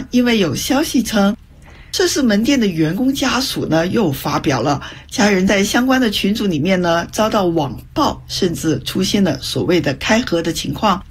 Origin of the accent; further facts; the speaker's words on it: Guangdong, China; 现在连我一个广东人我也知道，哎，原来成都最出名的是桃酥。